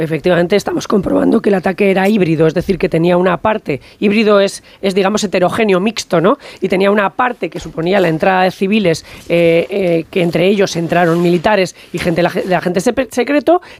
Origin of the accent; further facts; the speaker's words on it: Spain; Pues que no, todos somos españoles, y no hace falta que estemos todo el día diciéndonos que españoles somos